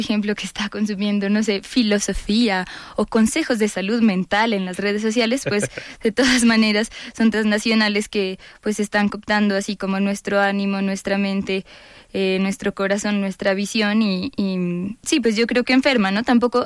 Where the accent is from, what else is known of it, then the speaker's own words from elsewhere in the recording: Pasto, Nariño, Colombia; en mi pueblo, en Pasto y en Nariño